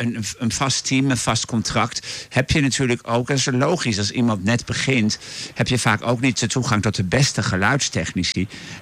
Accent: Deventer, Overijssel, Netherlands; Ik kom zelf uit Deventer. Dat is een uur en 20 minuten met de trein of zo.

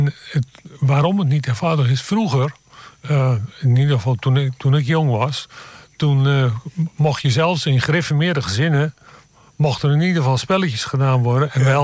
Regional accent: Rijnsburg, South Holland, Netherlands; now in Apeldoorn, Netherlands; Oorspronkelijk kom ik uit Rijnsburg.

